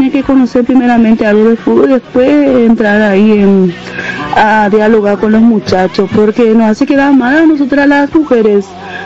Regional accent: Ciudad del Este, Alto Paraná, Paraguay; soy de Ciudad del Este, fiel oyente de la 730 Cardinal.

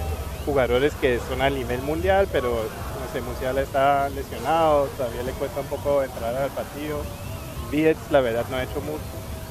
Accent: southwest, Germany; Spanish is a second language; Yo soy alemán.

